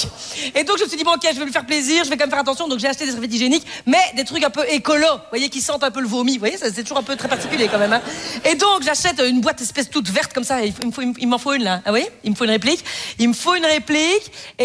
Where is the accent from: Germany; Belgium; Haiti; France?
Belgium; Liège, Wallonia; moi, je suis liégeoise. Putain, je viens de Liège quand même.